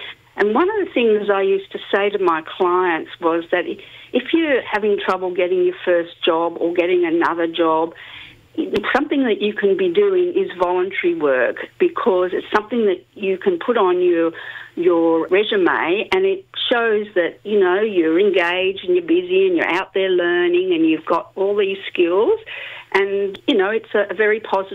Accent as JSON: {"language": "English", "town": "Sydney", "region": "New South Wales", "country": "Australia", "tie": "born there", "also_born_or_lived": "Melbourne", "moved": "yes", "lives_now": "Canberra, Australia", "said": "Yes, I was born in Sydney, moved to Canberra and then moved to Melbourne for a while and then moved back to Canberra."}